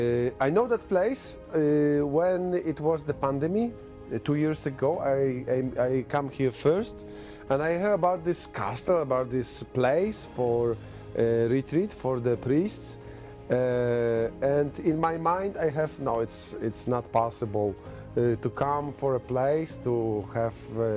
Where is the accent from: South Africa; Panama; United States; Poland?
Poland; Gliwice, Silesian Voivodeship; I'm from Gliwice, Poland.